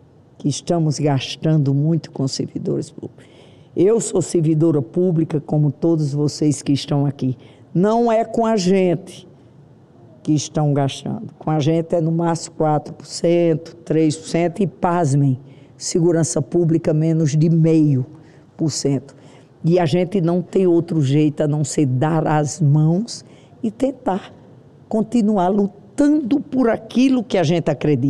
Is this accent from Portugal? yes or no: no; Rio Grande do Norte, Brazil; Porque eu sou de uma região do Siridó, que o Siridó é uma alimentação para a gente encher os olhos, o coração e tudo.